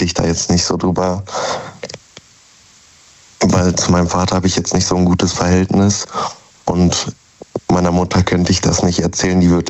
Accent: North Rhine-Westphalia, Germany; Nähe Dortmund.

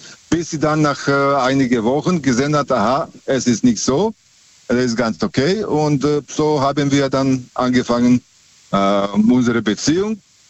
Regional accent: Serbia; ich habe damals, ich komme aus Serbien, und ich habe damals am Busbahnhof gearbeitet.

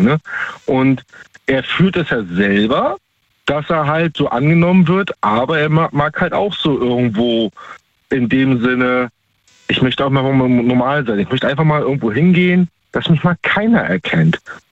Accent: Baltic coast, Germany; Ich bin ursprünglich aus der Ostsee, da oben die Ecke, ne?

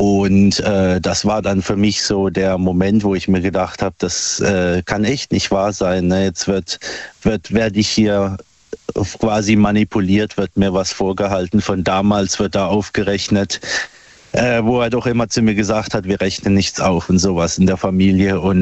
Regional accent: Buchen, Baden-Württemberg, Germany; Aus Buchen im schönen Odenwald.

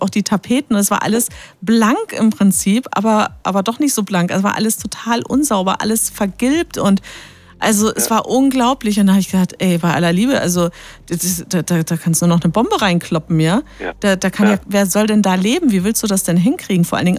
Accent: Speyer, Rhineland-Palatinate, Germany; Ich komme ja aus Speyer und ich habe da auch so eine Geschichte zu erzählen, das war echt der Knaller.

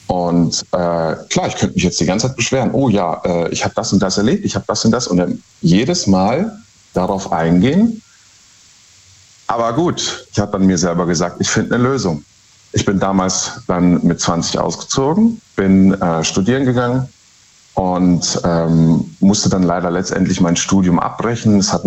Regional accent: Baden-Württemberg, Germany; Ich bin aus dem Schwarzwald.

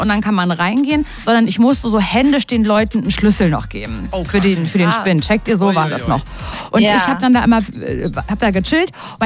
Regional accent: Parchim, Mecklenburg-Vorpommern, Germany; Parchim. Ein Parchim, Mecklenburg-Vorpommern.

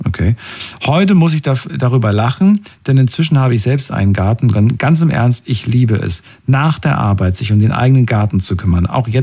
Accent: North Rhine-Westphalia, Germany; Ich komme aber auch aus NRW.

